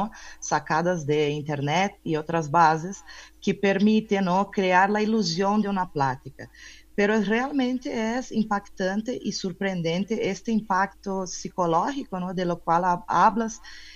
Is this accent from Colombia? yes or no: no; Brazil; now in Mexico; Desde México, y yo soy de Brasil, ¿no? Originalmente